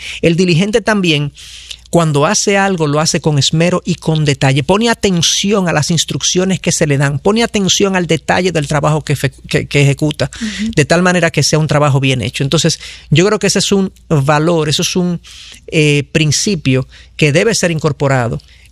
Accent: Dominican Republic; soy dominicano, la mayoría de la gente que nos escucha sabe que somos dominicanos, y hablo de mi propia cultura.

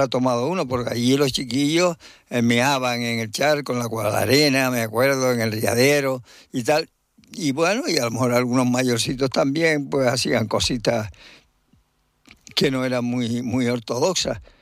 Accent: Lanzarote, Canary Islands, Spain; born there; now in Tenerife, Spain; yo soy de Lanzarote, y en Lanzarote, pues bueno, tanto desde pequeño, los años que estuve por allí, primero antes de venirme a Tenerife, como después, cuando iba frecuentemente de vacaciones

